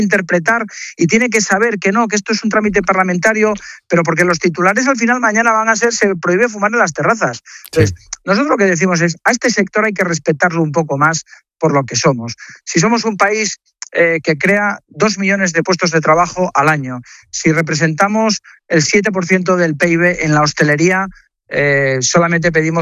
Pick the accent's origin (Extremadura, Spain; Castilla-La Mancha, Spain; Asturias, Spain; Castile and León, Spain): Asturias, Spain; Piensen, yo soy de Asturias, piensen en Asturias, con la climatología que tenemos